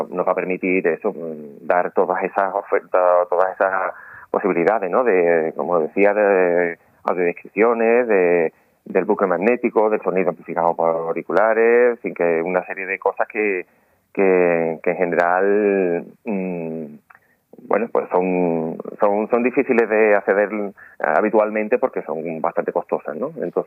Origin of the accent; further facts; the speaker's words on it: Morón de la Frontera, Andalusia, Spain; es de Morón de la Frontera, de mi pueblo